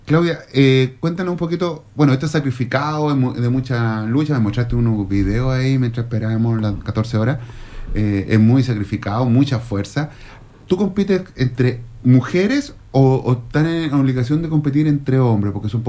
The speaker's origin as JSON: {"language": "Spanish", "town": "Iquique", "region": "Tarapacá", "country": "Chile", "tie": "born or raised there", "said": "cuando niño, acá en Iquique"}